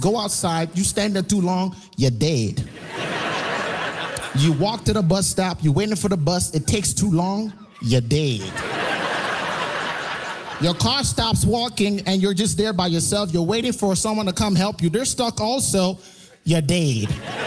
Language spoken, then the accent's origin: English; Fort McMurray, Alberta, Canada; born or raised there; also born or lived in Nigeria